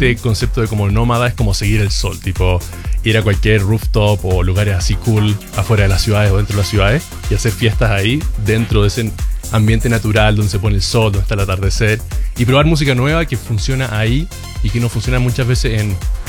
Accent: Chile; moved away as an adult; now in London, United Kingdom; yo soy chileno, pero vivo en Europa y ahora estoy de tour en Norteamérica, así que ahora es México, próxima semana o esta semana es Estados Unidos

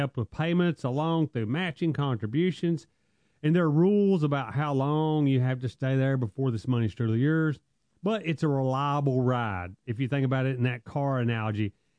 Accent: Alabama, United States; Now, we're from Alabama, so I'm going to go ahead and make fun of it.

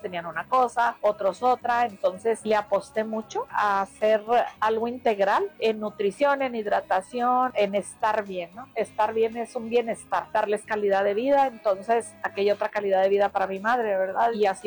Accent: Chihuahua, Mexico; Yo tuve una necesidad y vengo de Chihuahua, traigo a mi madre conmigo

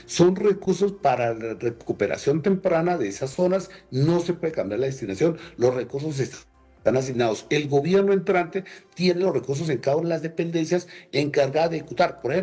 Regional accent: Colombia; Allí tenemos nosotros, es que como colombianos hacemos una veeduría que esa ejecución se haga y se haga correctamente.

